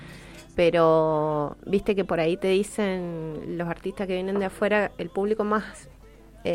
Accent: Mendoza, Argentina; Mira que nosotros, como mendocino, me considero también parte del público difícil.

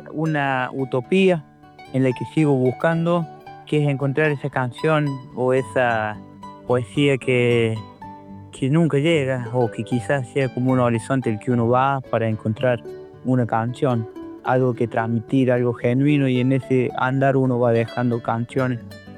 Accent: Villa Dolores, Córdoba, Argentina; now in Alta Gracia area, Córdoba, Argentina; soy músico del Valle detrás de Sierra, nacido en la ciudad de Villa Dolores, mi querida ciudad de Villa Dolores, actualmente afincado por el lago de Parabachasca, cerca de Altagracia, siempre habitante de la parte serrana de Córdoba

